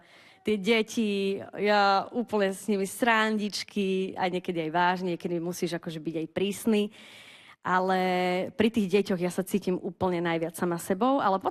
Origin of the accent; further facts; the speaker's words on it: Bardejov, Prešov Region, Slovakia; ja pochádzam zo sídliska Vimbark v Bardejove